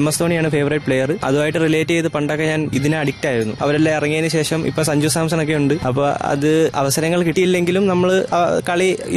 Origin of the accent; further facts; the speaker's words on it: Kollam, Kerala, India; കൊല്ലം. ശവറ തെക്കുമ്പോ.